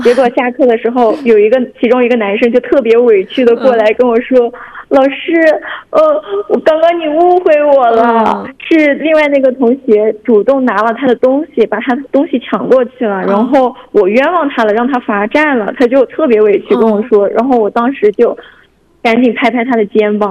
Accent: Yunnan, China; moved away as an adult; now in Hoboksar County, China; 我家乡在云南，那里的气候的话，四季都很平和，所以我来到这边，第一个不太适应的是我们河布克塞尔县，它的早晚温差有点大这个问题。

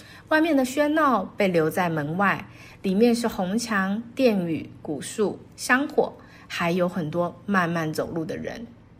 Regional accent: Taiwan; Hello， 大家好， … 今天想带大家走进西安一个很特别的地方

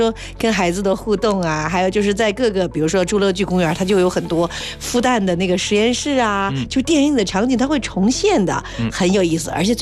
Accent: Beijing, China; moved away; 我就是在4年前第一次带我儿子在国庆节的时候回北京。首先我作为一个北京人跟大家说

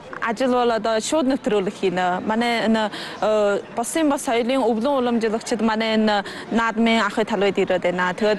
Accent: Hulunbuir, Inner Mongolia, China; Тэгээ Хүлэнбэр хотын өвөн хөшөөнэй шинхэн самар нутагтай.

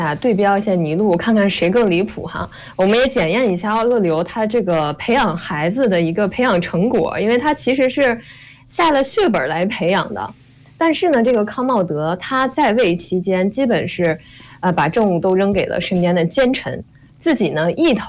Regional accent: Northeast China, China; 我作为一个东北人啊

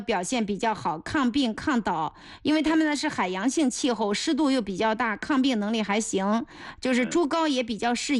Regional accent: Anhui, China; 我们安徽人听不懂

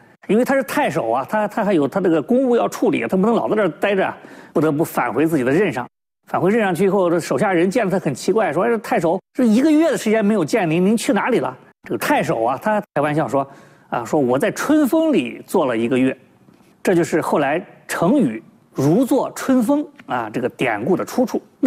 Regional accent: China

